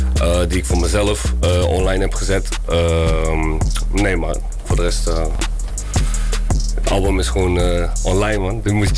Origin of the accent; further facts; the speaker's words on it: Tilburg, North Brabant, Netherlands; Ik kom uit Tilburg.